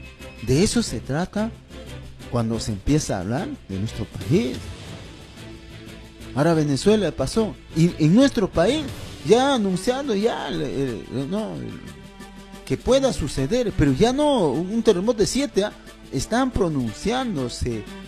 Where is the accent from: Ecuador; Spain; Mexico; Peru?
Peru; como peruanos, como ciudadanos